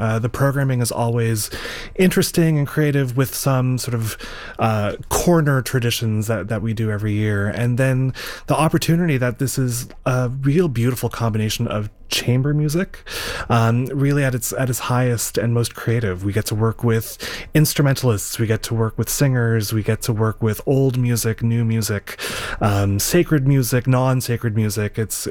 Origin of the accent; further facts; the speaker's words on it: Toronto, Ontario, Canada; also born or lived in upstate New York; now in Cincinnati, United States; I'm not from this country. I grew up in Toronto, that's where I was born, and then moved to upstate New York, and then from upstate New York down here to Cincinnati.